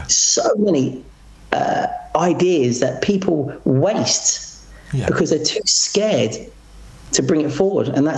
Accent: United Kingdom

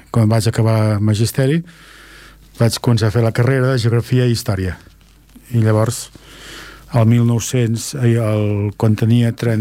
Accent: Esplugues de Llobregat, Catalonia, Spain; el meu poble. Sí. El poble que t'estimes, que és Esplugues.

